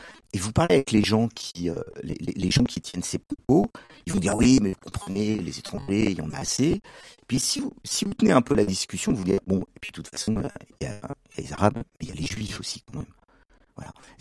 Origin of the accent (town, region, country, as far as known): Auvergne-Rhône-Alpes, France